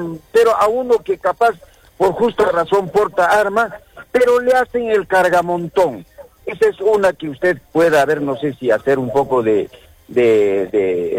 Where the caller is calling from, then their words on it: Arequipa, Peru; como arequipeños